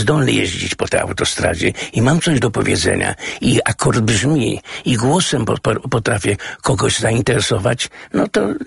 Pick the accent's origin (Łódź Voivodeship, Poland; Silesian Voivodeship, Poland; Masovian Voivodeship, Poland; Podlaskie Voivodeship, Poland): Łódź Voivodeship, Poland; Łódź; ja jestem urodzony na Bałutach i Bałuty Śródmieście Łódź